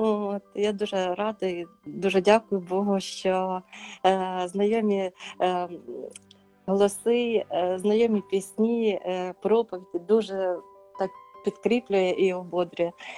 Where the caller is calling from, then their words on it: Norway; я з Норвегії.